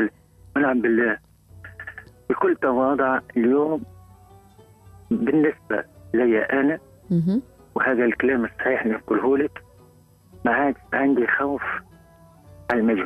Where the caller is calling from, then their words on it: Tunisia; أنا نتشرف باش نكون تونسي اليوم